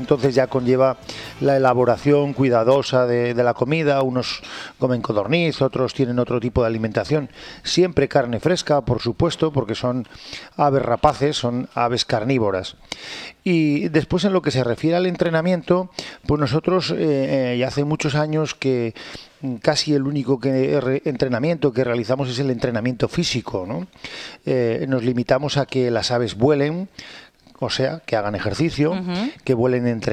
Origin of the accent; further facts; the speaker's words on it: Castile and León, Spain; Pues nosotros efectivamente venimos de la provincia de León, de una localidad que se llama Villa Quejida, que está situada completamente al sur de la provincia de León, rayando casi la de Zamora